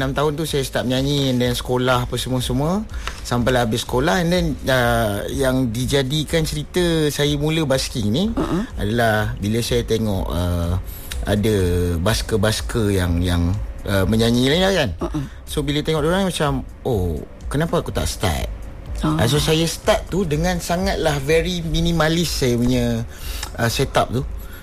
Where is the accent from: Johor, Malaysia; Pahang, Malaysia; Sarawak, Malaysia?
Johor, Malaysia; Johor Bahru; moved away as an adult; also born or lived in Muar; now in Kuala Lumpur, Malaysia; saya memang membesar di JB sama umur saya 18.